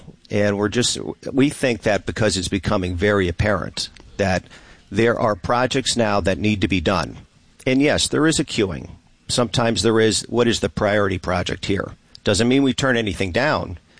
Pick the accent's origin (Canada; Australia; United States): United States; New York; I'm very proud of being a New Yorker.